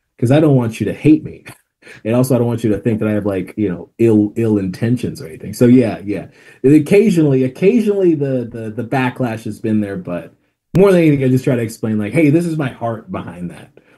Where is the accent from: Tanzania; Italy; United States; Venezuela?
Tanzania; English is a second language; So there's an Australian version of this guy, and I'm from Tanzania, East Africa